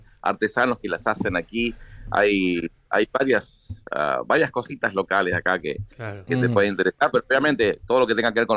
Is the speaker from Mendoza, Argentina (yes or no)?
no; Comodoro Rivadavia, Chubut, Argentina; born there; En Chubut, en Comodoro.